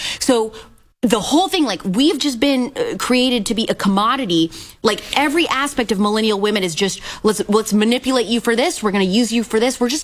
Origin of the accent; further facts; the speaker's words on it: Midwest, United States; I'm from the Midwest.